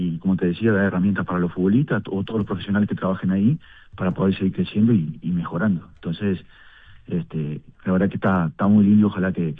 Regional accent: Uruguay; moved away; yo soy de Nolia con mucho orgullo.

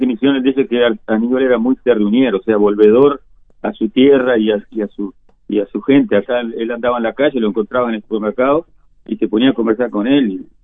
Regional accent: Paysandú, Uruguay; nosotros somos uruguayos como todos, parece una redundancia, pero es así. Somos uruguayos, pero más que nada pertenecemos a esta región del litoral, al río Uruguay

